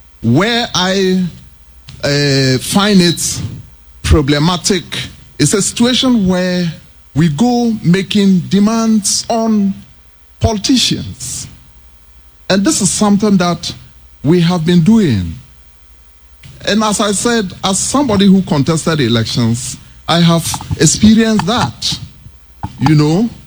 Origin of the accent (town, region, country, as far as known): Ghana